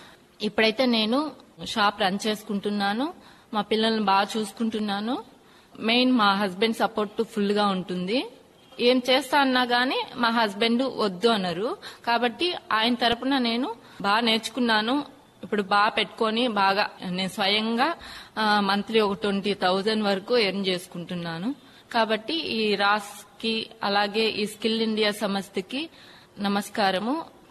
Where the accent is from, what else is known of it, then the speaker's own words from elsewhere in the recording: Tirupati, Andhra Pradesh, India; నాది తిరుపతి ఆటోనగరు అంబేద్కర్ కాలనీ.